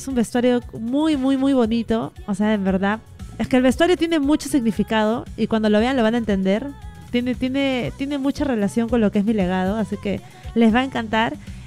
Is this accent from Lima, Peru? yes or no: yes; San Miguel, Lima, Peru; Sí, claro, yo soy de San Miguel, sí, o sea, seguimos viviendo ahí en San Miguel, toda mi familia, ¿no? Bueno, los que están acá en Perú, ¿no?